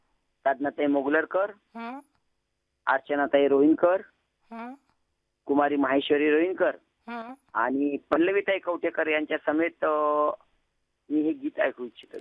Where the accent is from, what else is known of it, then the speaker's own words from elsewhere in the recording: Khanapur Chitta, Maharashtra, India; born there; मराठवाडा विभाग, मराठवाडा विभागामध्ये हिंगोली जिल्हा, हिंगोली जिल्ह्यात खानापूर चित्ता माझे गाव